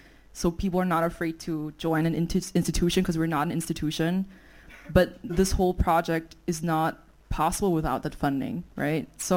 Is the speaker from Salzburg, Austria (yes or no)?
no; Vienna, Austria; I'm from Vienna. The ghost is also from Vienna.